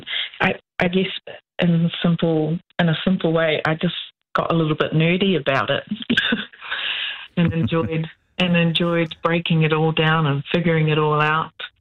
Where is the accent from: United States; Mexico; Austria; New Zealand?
New Zealand; Hawke's Bay; moved away as an adult; also born or lived in Wellington / Waikato; So I grew up in Hawke's Bay.